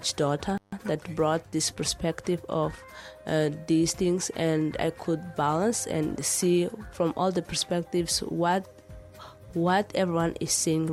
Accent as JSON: {"language": "English", "region": "Inhambane", "country": "Mozambique", "also_born_or_lived": "Maputo", "said": "First of all, I'm Mozambican"}